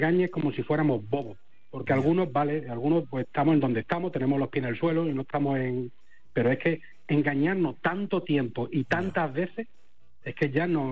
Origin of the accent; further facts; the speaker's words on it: Melilla, Spain; Yo a mi hijo no lo dejaría, yo soy de Melilla, ¿eh?